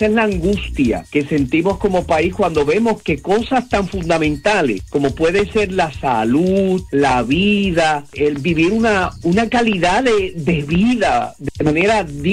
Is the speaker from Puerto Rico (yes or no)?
yes; Puerto Rico; en nuestra conciencia como puertorriqueño